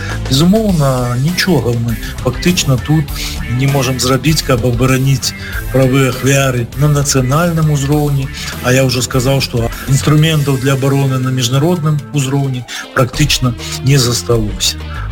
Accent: Belarus; І, безумовно, ось ми, білоруси, не могли супроти своєї держави подавати менавіта скарги у Європейський суд.

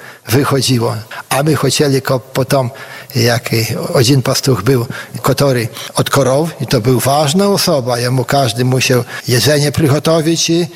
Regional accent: Hajnówka, Podlaskie Voivodeship, Poland; Z Hajnoki pochodzę, z dziada, pradziada, korenie tutaj moje.

